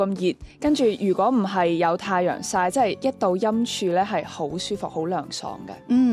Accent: Foshan, Guangdong, China; Hello, 大家好，

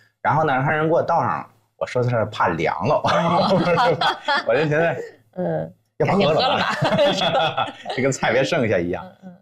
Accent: China; 我们中国人

